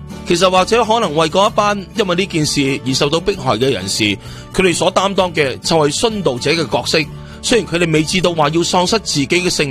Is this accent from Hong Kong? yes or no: yes; Hong Kong; 而我自己信仰路途的开始正正就在香港的大角咀中华圣母堂。因为自己就读的学校在那里附近